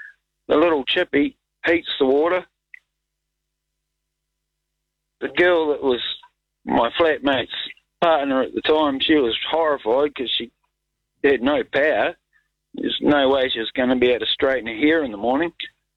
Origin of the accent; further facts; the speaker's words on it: Spring Creek, Marlborough, New Zealand; I come from little town of Spring Creek.